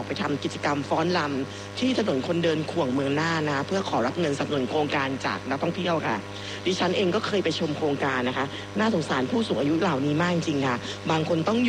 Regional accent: Nan, Thailand; ในเขตเทศบาลเมืองน่านที่ฉันอยู่นะคะจังหวัดน่านเป็นบ้านเกิดของดิฉันเองค่ะ

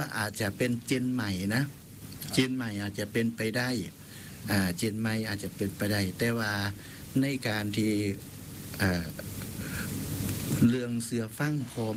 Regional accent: Isan, Thailand; แต่ว่าบ้านเฮาเนี่ยในความเป็นของพื้นเพคนอีสานเนี่ยหักแพ้งแบ่งปันเอื้อเฟื้อเพื่อแผ่เมตตากรุณาอันนี้คือเฮามีมาแต่ใด

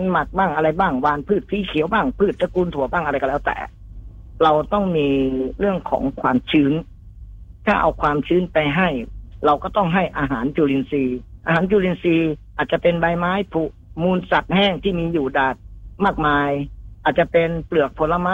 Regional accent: Phichit, Thailand; born there; now in Bueng Samakkhi, Thailand; เกิดที่จังหวัดพิจิตรแต่ว่าณปัจจุบันเนี่ยยึดที่นิวาสสถานบ้านช่องบ้านเลขที่75หมู่3บ้านวัดใหม่ตำบลบึงสามัคคีอำเภอบึงสามัคคีจังหวัดกำแพงเพชร

